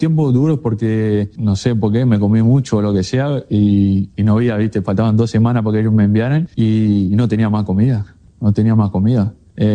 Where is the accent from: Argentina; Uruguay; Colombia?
Uruguay; Rivera; now in Montevideo, Uruguay; Pero yo lo aprendí, cuando llegué de Rivera a Montevideo me había costado un poco más.